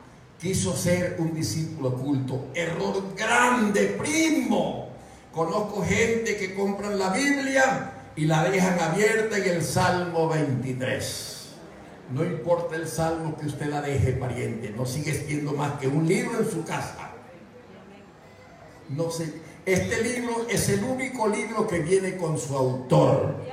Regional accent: El Salvador; born there; Porque aquí nacimos nosotros en El Salvador.

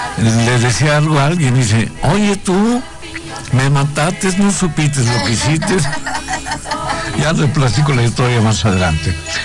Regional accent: La Unión, Mexico; moved away; allá en mi tierra. La Unión.

